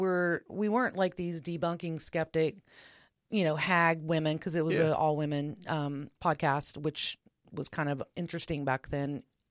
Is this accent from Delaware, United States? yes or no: no; Oklahoma, United States; moved away as an adult; And I'm not from here. I am from Oklahoma.